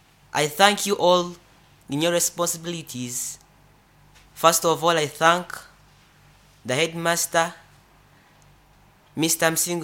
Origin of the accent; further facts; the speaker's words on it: Kampala, Central Region, Uganda; I'm from Kampala, a resident of Mabale Town Council.